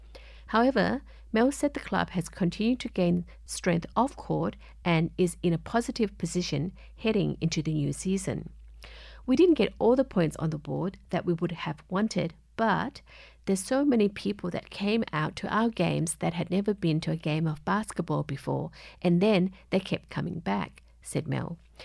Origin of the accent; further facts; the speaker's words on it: Adelaide, South Australia, Australia; So when the opportunity came up to be back in my hometown of Adelaide, a club I never played for